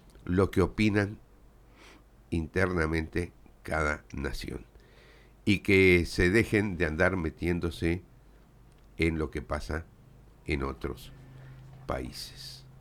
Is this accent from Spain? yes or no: no; Uruguay; Porque a mí, como uruguayo, no me gusta de que vengan ni hablar mal de Orsi.